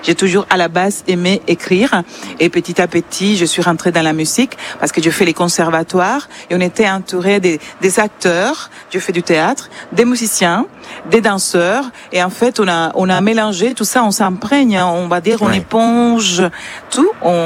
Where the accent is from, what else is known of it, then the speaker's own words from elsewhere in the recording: Santiago de Cuba, Cuba; moved away; ma ville s'appelle Santiago de Cuba. Je viens de Santiago de Cuba et on est vraiment à côté de Puerto Rico, Jamaïque, et Haïti et Saint-Domingue.